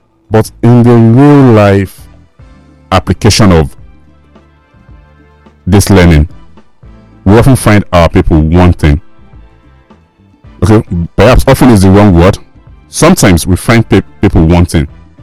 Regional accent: Nigeria; as Nigerian graduates

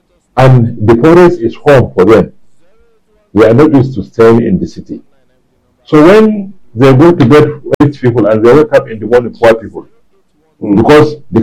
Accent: Nigeria

